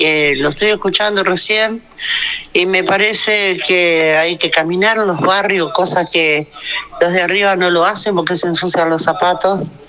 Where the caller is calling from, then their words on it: Concordia, Entre Ríos, Argentina; del Capricornio. Nuestro barrio está muy abandonado. Le llamo Capricornio abandonado, olvidado.